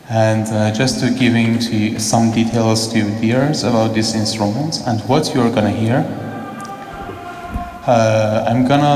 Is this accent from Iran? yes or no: yes; Iran; English is a second language; from Iran. I came from Iran with my instrument named Tanbur